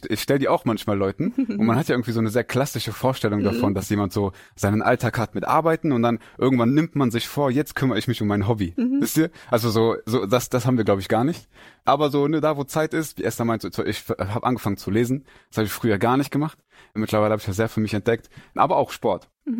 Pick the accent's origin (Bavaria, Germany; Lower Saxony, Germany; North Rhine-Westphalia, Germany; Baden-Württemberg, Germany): North Rhine-Westphalia, Germany; Cologne; Wir kommen beide aus Köln.